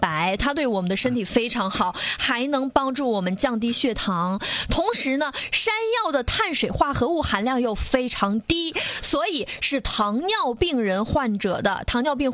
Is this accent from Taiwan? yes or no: no; Northeast China, China; 因为我们东北人特别喜欢吃炖菜嘛，